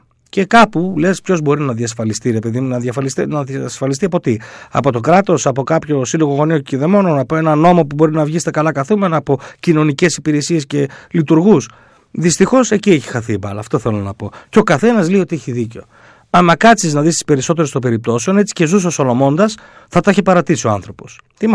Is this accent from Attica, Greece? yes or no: yes; Athens, Attica, Greece; όχι Αθηναία, είμαι Αθηναία, Βέρα Αθηναία.